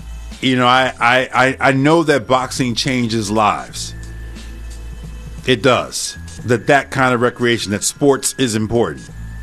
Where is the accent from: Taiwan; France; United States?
United States; Newark, New Jersey; I remember in the hood where I grew up in Newark. Sorry for the long highlight, but I grew up, you know, in some rough spots in Newark